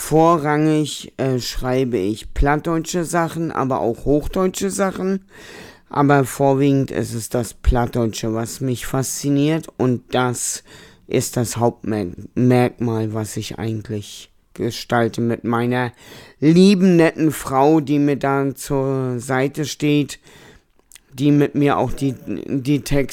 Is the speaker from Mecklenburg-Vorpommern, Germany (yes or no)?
yes; Rostock, Mecklenburg-Vorpommern, Germany; ich komme aus Rostock, ich bin seit Geburt blind